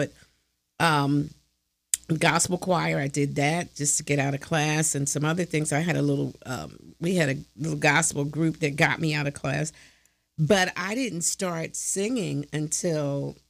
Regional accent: Philadelphia, Pennsylvania, United States; West Side, I let them know I'm from West Philadelphia, and I rep West Philly everywhere I go.

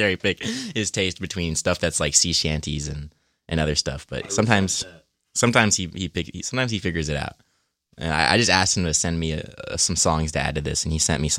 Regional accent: Texas, United States; we're both from Texas, me and my brother

